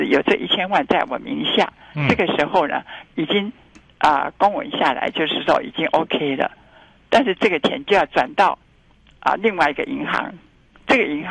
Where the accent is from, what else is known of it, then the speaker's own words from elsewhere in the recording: Taipei, Taiwan; 我不是在小时候住在这个菜市场、建成市场的时候常听到的街道，叫做赤峰街。